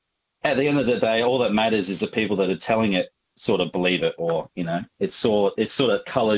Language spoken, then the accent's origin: English; South Australia, Australia; I've born and raised in South Australia. So I've grown up listening to so many stories from the Fluro Peninsula, where I'm from.